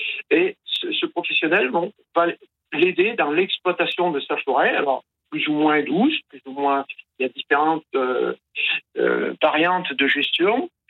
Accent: Le Puy-en-Velay, Auvergne-Rhône-Alpes, France; Pas du tout. Moi, je suis du Puy-en-Velay, en Haute-Loire, et pas du tout.

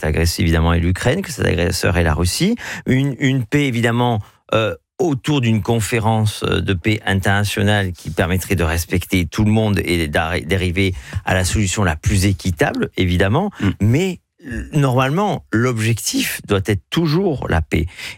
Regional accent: France; C'est en effet ce que nous, on dira en tant que Français, l'assimilation

